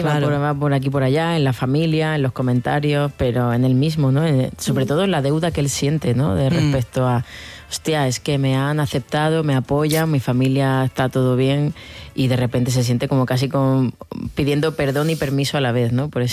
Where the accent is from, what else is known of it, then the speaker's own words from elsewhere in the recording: Morocco; also born or lived in Spain; Soy hispano-marroquín y marroquín. Soy hispano-marroquí, transcultural